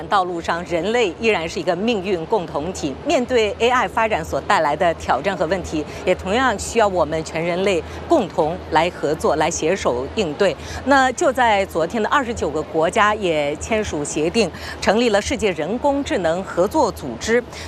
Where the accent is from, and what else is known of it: China